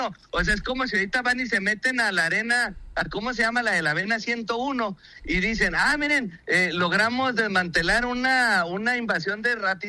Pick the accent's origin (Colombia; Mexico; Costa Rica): Mexico; Digo, pues, yo porque yo soy mexicano, ¿ah?